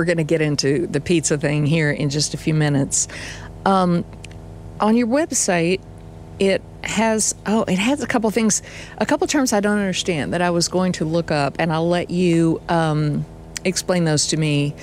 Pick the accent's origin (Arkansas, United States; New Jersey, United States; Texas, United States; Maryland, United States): Arkansas, United States; moved away; I'm from Arkansas, and it's a beautiful state.